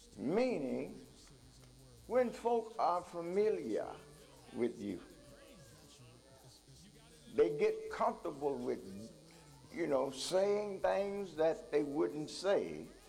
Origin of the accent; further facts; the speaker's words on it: Gulfport, Mississippi, United States; moved away as an adult; now in Huntsville, United States; Mount Calvary in Gulfport, Mississippi. Hometown, that's where I was raised, played ball, and everybody knew me.